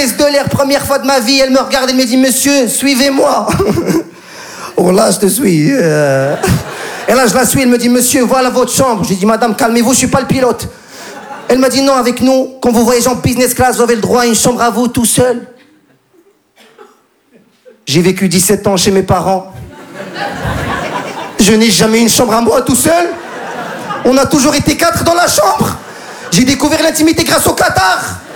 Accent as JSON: {"language": "French", "country": "Morocco", "lives_now": "Casablanca, Morocco", "said": "Moi, je suis marocain, j'habite à Casa"}